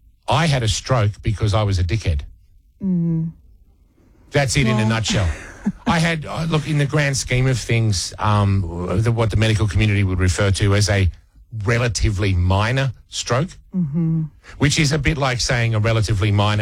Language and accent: English; Australia; I'm an Aussie bloke who was born in the 70s.